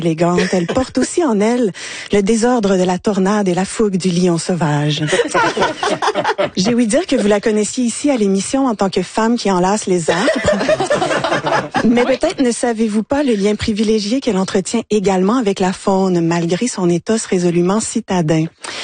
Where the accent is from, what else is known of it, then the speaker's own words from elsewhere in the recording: Quebec, Canada; en tant que Gaspésienne autour de la table